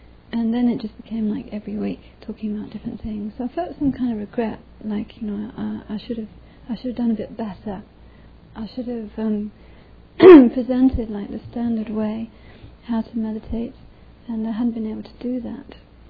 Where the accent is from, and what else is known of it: England, United Kingdom; born or raised there